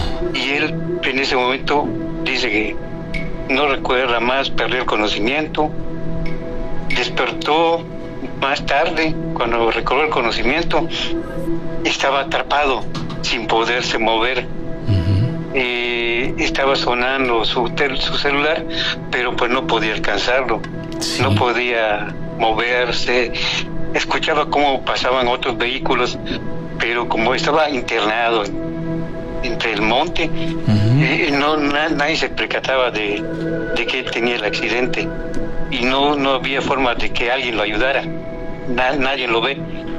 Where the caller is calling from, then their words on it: Comchán, Yucatán, Mexico; de Comchán, Yucatán.